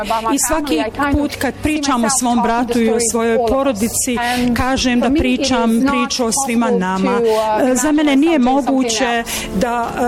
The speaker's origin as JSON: {"language": "Bosnian", "town": "Srebrenica", "region": "Republika Srpska", "country": "Bosnia & Herzegovina", "said": "Mi smo izbjegli iz Srebrenice između 92. i 95. godine, ali 2003. godine odlučila sam se vratiti u Srebrenicu i pokušati da ponovo organizujem život ovdje."}